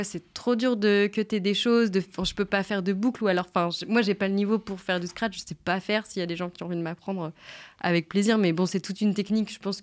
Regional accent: Pays de la Loire, France; moved away as an adult; now in Clermont-Ferrand, France; je viens d'à côté de Nantes, j'ai grandi là-bas.

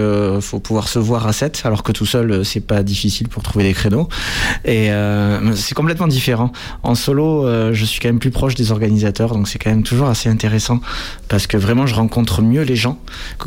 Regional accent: Toulouse, Occitanie, France; Ouais, parce que moi je viens de Toulouse

